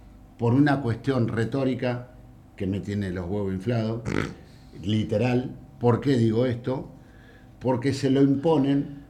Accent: Paraguay; yo soy hincha de Olimpia, soy paraguayo.

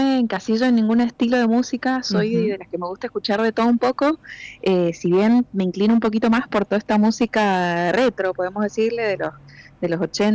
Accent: Mendoza, Argentina

